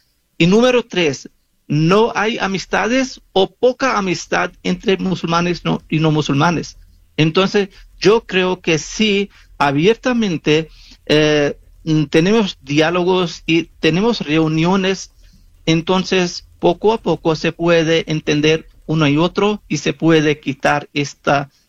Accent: Pakistan; now in United States; yo soy de Pakistán y vivo en Estados Unidos. Entonces, para mí, la ley para vivir en este mundo es la ley de Estados Unidos, no de Pakistán.

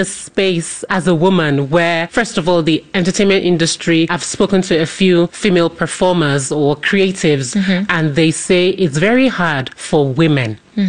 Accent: Nigeria; now in Nairobi, Kenya; I am also Nigerian, but presenting Focus on Africa from the Nairobi Bureau.

